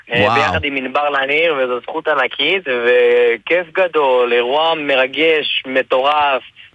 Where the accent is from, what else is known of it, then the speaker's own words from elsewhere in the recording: Northern District, Israel; אני נפצעתי לפני 11 שנים, אני מרמת הגולן, שבוע לפני הבר מצווה ונפצעתי מחשמל